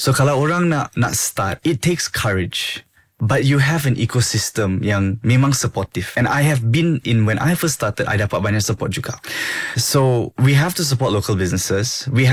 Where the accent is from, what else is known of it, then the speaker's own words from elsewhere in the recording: Singapore; also born or lived in Hong Kong / Australia; I grew up in Singapore. I grew up in Hong Kong. Studied in Australia.